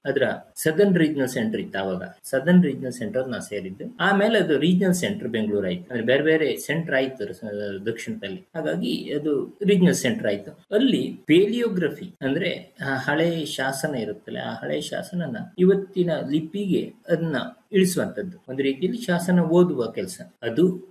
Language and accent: Kannada; Byndoor, Karnataka, India; born there; moved away as an adult; also born or lived in Govardhan, Uttar Pradesh / Mayapur, West Bengal; now in Bengaluru, India; ನಾ ಕಲ್ತದ್ದೆಲ್ಲ ಊರಲ್ಲೇ, ಸ್ವಲ್ಪ ಬೇರೆ ಬೇರೆ ಕಡೆನೂ ಕಲ್ತಿದ್ದೆ. ಆದ್ರೆ ಊರಲ್ಲೇ ಕಲ್ತ ಮಾರಲ್ಲ, ಅಲ್ಲೇ ಬೈಂದೂರಲ್ಲೇ ಕಲ್ತ ಮಾರಲ್ಲ. ಬೈಂದೂರಲ್ಲಿ ಒಂದ್ 2 ವರ್ಷ ಕಲ್ತದ್ದು ಅಷ್ಟೇ ಬಿಟ್ರೆ ಮತ್ ನಾನು ಬೈಂದೂರಲ್ಲಿ ಕಲ್ತ ಮಾರಲ್ಲ. ಆದ್ರೆ ಕೆಲಸ ನಂದು ಆರಂಭ ಇದ್ದು ಉತ್ತರ ಪ್ರದೇಶದಲ್ಲಿ.